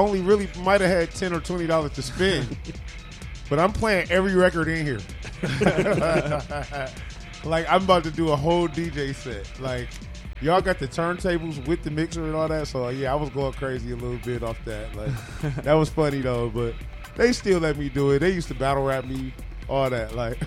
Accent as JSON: {"language": "English", "town": "Detroit", "region": "Michigan", "country": "United States", "said": "Even though I'm from Detroit, Damon's."}